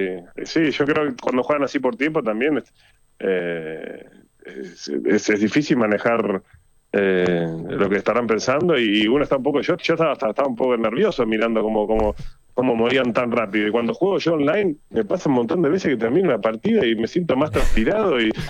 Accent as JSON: {"language": "Spanish", "country": "Argentina", "moved": "as an adult", "lives_now": "Miami, United States", "said": "yo soy argentino de alma y corazón"}